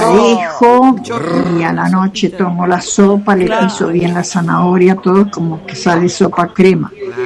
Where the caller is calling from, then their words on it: Crespo, Entre Ríos, Argentina; Siempre los escucho desde Crespo